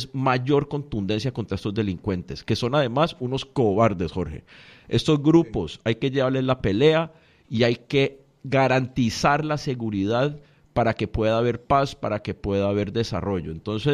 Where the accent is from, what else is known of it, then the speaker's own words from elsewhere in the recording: Cali, Valle del Cauca, Colombia; estamos haciendo un llamado a la ciudadanía a que nos sintamos orgullosos como caleños.